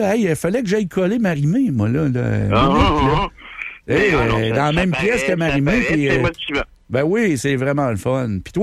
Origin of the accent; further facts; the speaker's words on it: Quebec, Canada; accent: joual; on est Québécois.